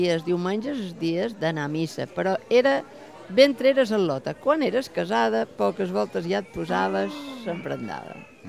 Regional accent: Santa Gertrudis de Fruitera, Balearic Islands, Spain; born there; now in Eivissa, Spain; Sí, jo he nascut a Santa Gertrudis.

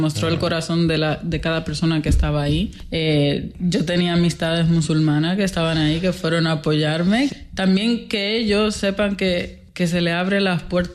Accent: Dominican Republic; now in Spain; Yo vengo de República Dominicana.

